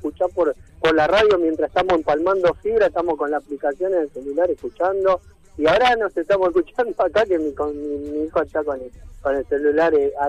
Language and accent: Spanish; Morón, Buenos Aires Province, Argentina